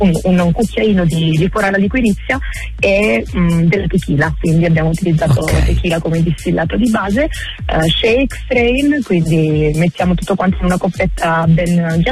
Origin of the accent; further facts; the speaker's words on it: Calabria, Italy; è il nome di una varietà di liquirizia calabrese, okay, sono calabrese, quindi